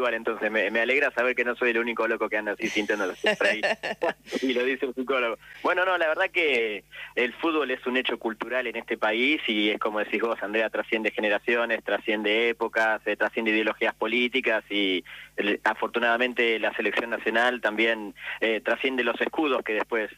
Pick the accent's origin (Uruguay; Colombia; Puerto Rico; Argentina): Argentina; Me parece que ese es uno de los valores más importantes que nosotros, en el mes del Mundial como argentinos, tenemos que rescatar siempre.